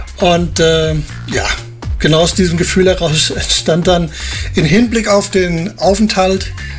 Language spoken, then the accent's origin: German; Hesse, Germany; Ja, hi, servus. Oder Gude, wie man bei uns in Hessen sagt.